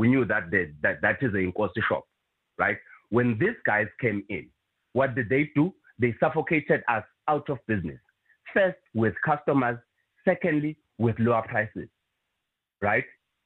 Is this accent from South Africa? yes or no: yes; Secunda, Mpumalanga, South Africa; we grew up here in South Africa.